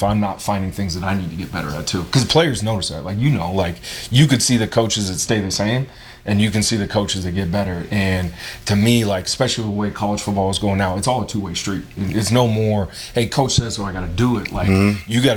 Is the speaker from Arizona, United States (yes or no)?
yes; Phoenix, Arizona, United States; also born or lived in Flagstaff, Arizona / New Jersey / North Dakota; I'm originally born in Flagstaff, Arizona, but really grew up outside of a year or two living in New Jersey, outside of Philly. Grew up in Phoenix, Arizona, North Central Corridor.